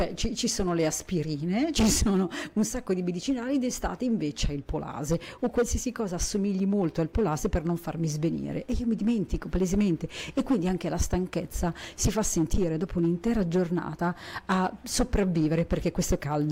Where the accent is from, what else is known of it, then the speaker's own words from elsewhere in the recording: northern Italy, Italy; moved away; dalle mie parti, quindi al nord